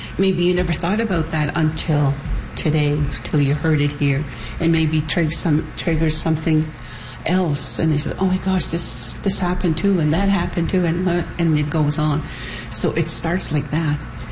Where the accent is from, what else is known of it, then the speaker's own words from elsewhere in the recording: One Arrow, Saskatchewan, Canada; born there; also born or lived in Duck Lake; I'm from the Wolf Clan, from the Cree Nation. I was born in One Arrow, Batosh, Saskatchewan, and I went to the residential school in Duck Lake for 8 years.